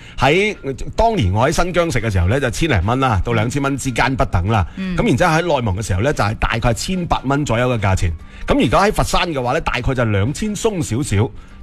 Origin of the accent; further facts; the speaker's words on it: Guangdong, China; 可能我哋广东人中意鲜味啦